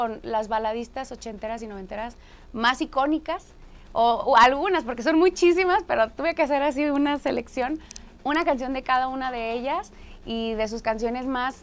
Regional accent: Mexico

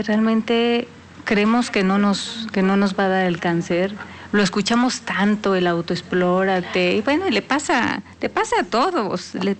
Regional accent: Veracruz, Mexico; Crecí en el rancho, allá en Veracruz, entre árboles frutales, mariposas.

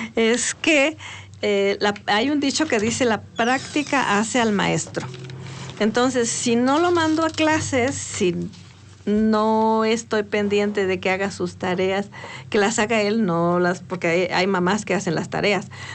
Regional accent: Mexico; Somos ingeniosos los mexicanos.

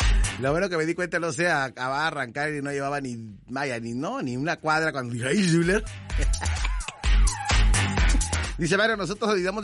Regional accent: Mexico; cómo nos sentimos muchos mexicanos el día de ayer

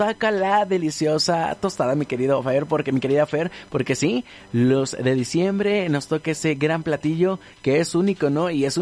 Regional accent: Guerrero, Mexico; moved away; yo soy de Guerrero

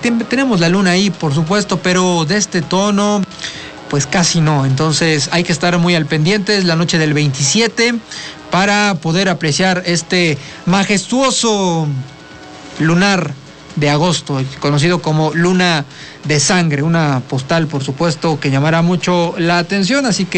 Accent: Mexico; celebraciones que como mexicanos celebramos bastante.

